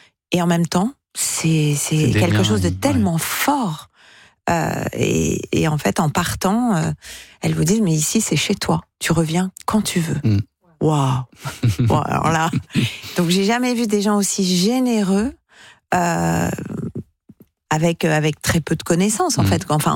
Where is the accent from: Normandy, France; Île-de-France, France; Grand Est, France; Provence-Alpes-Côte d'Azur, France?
Normandy, France; Alors, en tant que Normande, quand même.